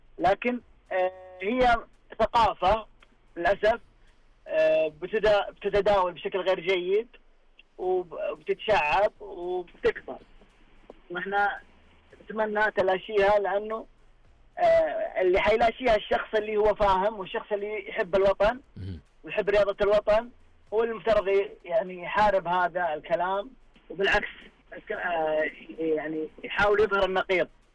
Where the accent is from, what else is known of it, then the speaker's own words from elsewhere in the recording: Saudi Arabia; وأنا مدرب سعودي